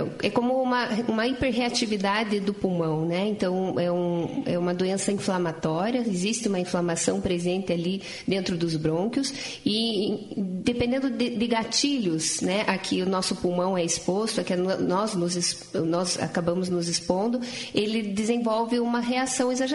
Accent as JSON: {"language": "Portuguese", "town": "Castro", "region": "Paraná", "country": "Brazil", "tie": "born or raised there", "moved": "as an adult", "lives_now": "Curitiba, Brazil", "said": "Eu sou nascida aqui em Curitiba, mas eu morei a minha infância inteira em Castro, interior do Paraná."}